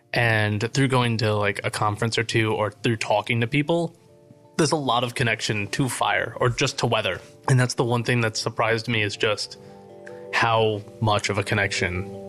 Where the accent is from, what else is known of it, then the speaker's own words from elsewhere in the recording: Florida, United States; But I grew up in Florida, and we had gotten our fair share of hurricanes for like the 7 years I lived there.